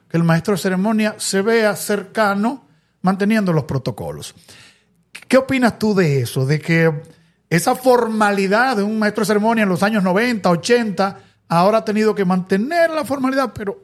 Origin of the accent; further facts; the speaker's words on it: Santiago de los Caballeros, Santiago, Dominican Republic; aplaudirnos a los santiagueros